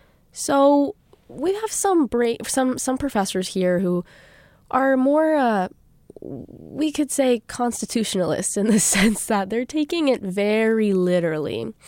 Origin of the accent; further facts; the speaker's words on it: Durango, Colorado, United States; moved away as an adult; now in Ann Arbor, United States; So I live in a beautiful place called Durango, Colorado